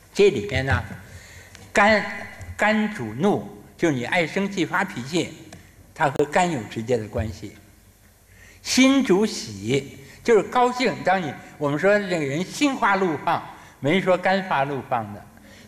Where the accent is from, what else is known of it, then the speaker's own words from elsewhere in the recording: China; 我们中国人，你这边吃红烧肉，那边喝凉水，你恐怕不行